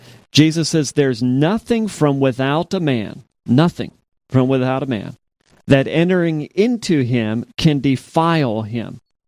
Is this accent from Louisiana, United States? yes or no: yes; Louisiana, United States; Especially like me, I grew up in Louisiana. We ate a lot of things that came out of the water.